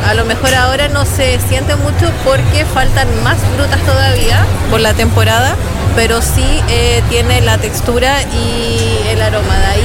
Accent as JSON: {"language": "Spanish", "region": "Valparaíso", "country": "Chile", "said": "nosotros somos acá de Valparaíso."}